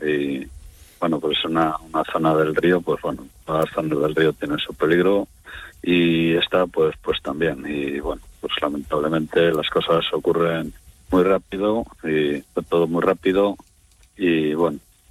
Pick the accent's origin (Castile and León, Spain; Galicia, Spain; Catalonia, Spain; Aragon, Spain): Castile and León, Spain; Venta de Baños; born there; Yo, mira, soy nacido aquí en Venta de Baños, sí.